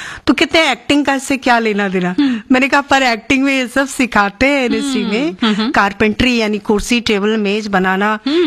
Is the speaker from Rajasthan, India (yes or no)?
no; Bihar, India; मैं बिहार से आई थी, ये यहाँ पे पूरा जो माहौल था, तो मैं रोती थी कि मुझे यहाँ नहीं रहना, वापस जाना है।